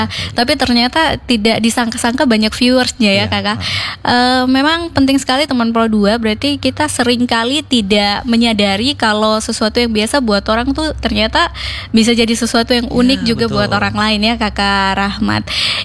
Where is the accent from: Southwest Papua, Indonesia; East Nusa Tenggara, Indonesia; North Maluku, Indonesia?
Southwest Papua, Indonesia; Sorong; kita juga warga Sorong